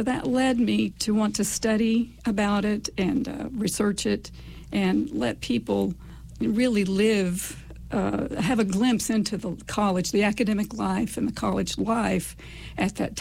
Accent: Castlewood, Virginia, United States; also born or lived in Dallas, Texas; I was born in Dallas, Texas, but both my parents grew up in Southwest Virginia, in Dickinson County specifically. And so when I was a baby, they moved back and raised me in Russell County, in Castlewood specifically.

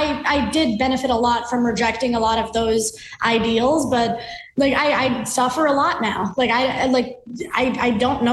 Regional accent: New York City, New York, United States; born there; my parents are from Bangladesh. Like, I was born in Queens

